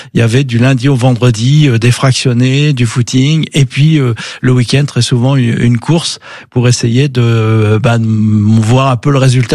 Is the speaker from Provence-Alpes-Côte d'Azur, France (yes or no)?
no; Reims, Grand Est, France; born there; also born or lived in Arcachon / Provence